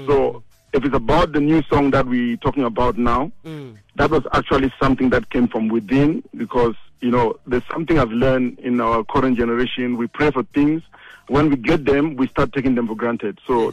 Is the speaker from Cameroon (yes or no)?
yes; Cameroon; moved away; I'm from Cameroon